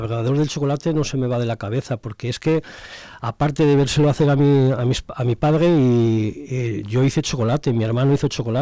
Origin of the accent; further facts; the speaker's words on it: Malva, Castile and León, Spain; soy de Malva, tengo 66 años, y mis padres, Eugenio y Aurelia, eran los últimos chocolateros que hubo en Malva.